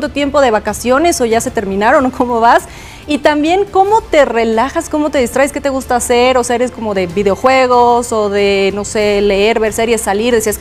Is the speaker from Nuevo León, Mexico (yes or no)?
yes; Monterrey, Nuevo León, Mexico; Oye, es que yo soy de Monterrey y cuando voy a visitar tengo mi lista de cosas que necesito comer